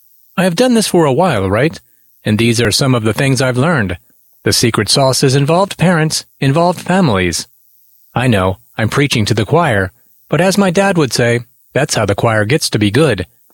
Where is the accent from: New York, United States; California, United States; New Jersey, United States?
New Jersey, United States; Belleville; born there; I started school in September, before I turned 5. I remember in August of 1974, my dad took me to meet the principal at Public School 10 in Belleville, New Jersey.